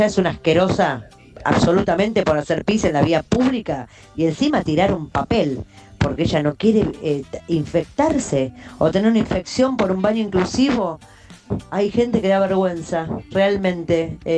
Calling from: Ramos Mejía, Buenos Aires Province, Argentina; de Ramos Mejía.

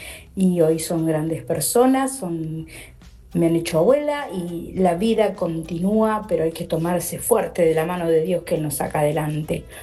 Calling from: Buchardo, Córdoba, Argentina; soy de Buchardo, del sur de Córdoba.

